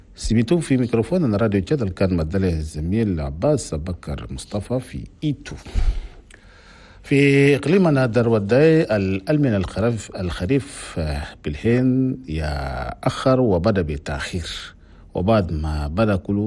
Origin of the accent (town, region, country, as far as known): Chad